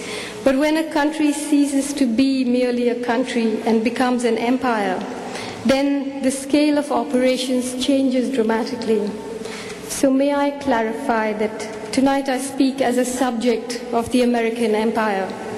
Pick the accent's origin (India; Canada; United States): India; officially entered in the big book of nations as an Indian citizen